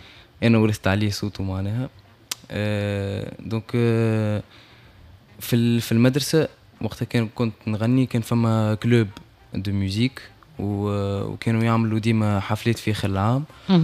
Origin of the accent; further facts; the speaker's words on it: Tunisia; نحن التوانسة